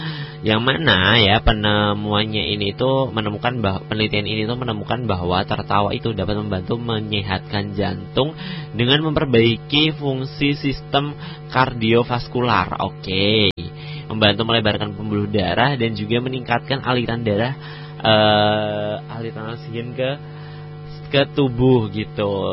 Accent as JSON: {"language": "Indonesian", "town": "Surakarta", "region": "Central Java", "country": "Indonesia", "said": "Sebagai warga Solo ya. cukup bangga gitu."}